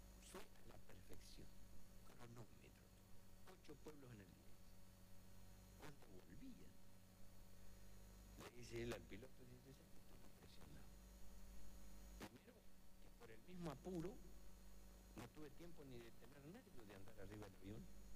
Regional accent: Greece; Sé que no se funciona, que soy nacido griego. Estoy orgulloso de eso.

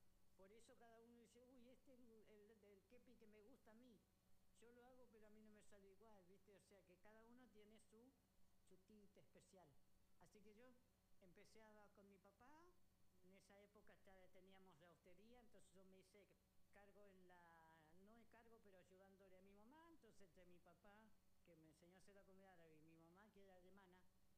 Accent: Junín, Argentina; born there; Yo nací en Junín, tengo mis raíces acá, amo Junín, por eso estoy.

